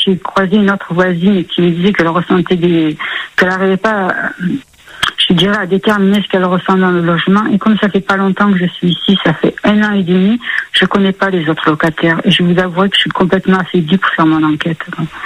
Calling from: Montpellier, Occitanie, France; je suis à Montpellier dans le sud

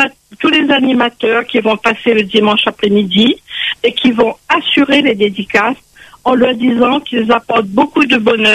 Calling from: Le Tampon, Réunion; J'habite au Tampon, j'ai 79 ans

